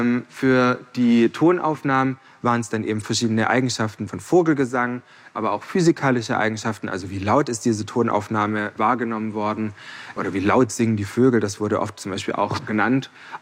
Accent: Baden-Württemberg, Germany; Also wenn ich an meine Kindheit denke, ich bin auf der Schwäbischen Alb groß geworden.

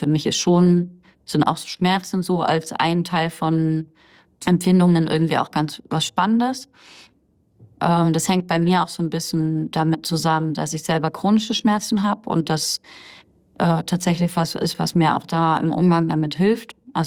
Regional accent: East Germany, Germany; Also ich komme einmal aus dem Osten Deutschlands, wo halt irgendwie schon da sehr viel wenig aus meiner Sicht Rücksicht genommen wurde, dass das irgendwie für Kinder halt irgendwie echt auch unangemessen ist, so.

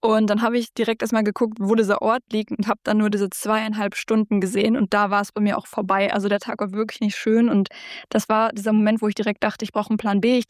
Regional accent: North Rhine-Westphalia, Germany; ich bin hier im Ländlichen, wo ich aufgewachsen bin auch. Und jetzt ist es aber so, okay, vielleicht komme ich auch einfach ans andere Ende von Nordrhein-Westfalen

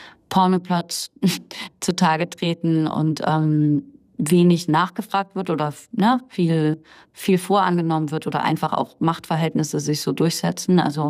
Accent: East Germany, Germany; also ich komme einmal aus dem Osten Deutschlands

